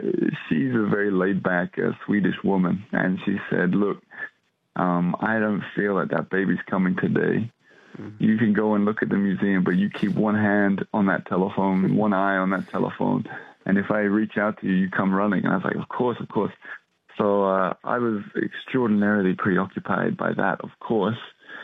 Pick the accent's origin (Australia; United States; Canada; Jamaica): Australia; now in France; Oh, I think the biggest animal so I'm Australian. I love seeing animals in the wild over in Australia.